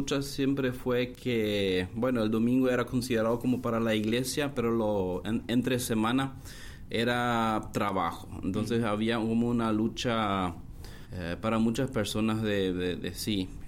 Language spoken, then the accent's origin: Spanish; Loma Plata, Boquerón, Paraguay; viniendo de un trasfondo menonita, crecí acá en la colonia hacia una aldea, aunque todo prácticamente es aldea por acá, aunque la ciudad de Loma Plata sería algo tal vez como más una idea más con más gente, pero sí, en este contexto, digamos, campestre, he crecido